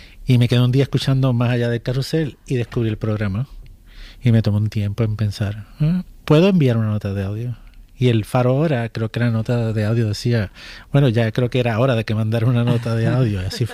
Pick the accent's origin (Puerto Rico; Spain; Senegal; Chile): Puerto Rico; now in United States; soy ciudadano americano, ¿a dónde me vas a mandar? Sí, me puedo ir a Puerto Rico, pero yo puedo estar aquí.